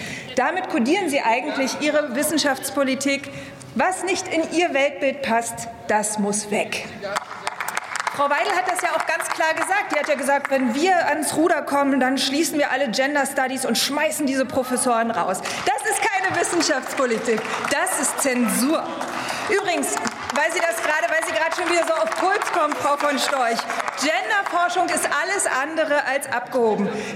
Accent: East Germany, Germany; Als Ostdeutsche ist es mir natürlich auch persönlich ein Anliegen

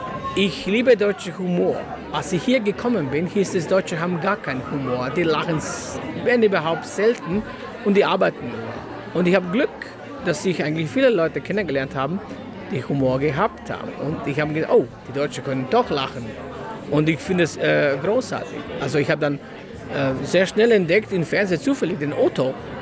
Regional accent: Croatia; German is a second language; now in Germany; Ribica heißt es in Kroatien.

